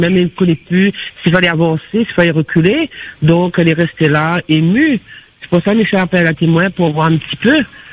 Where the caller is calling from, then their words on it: Saint-Benoît, Réunion; j'habite en Saint-Benoît